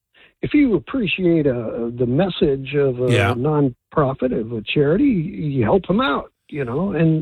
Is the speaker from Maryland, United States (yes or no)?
no; St. Louis, Missouri, United States; born there; now in San Francisco, United States; I was born in St. Louis.